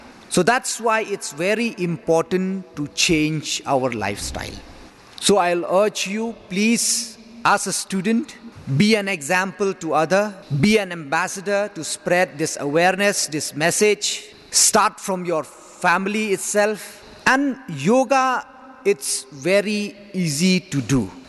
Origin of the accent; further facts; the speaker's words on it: India; as an Indian, as a citizen of this country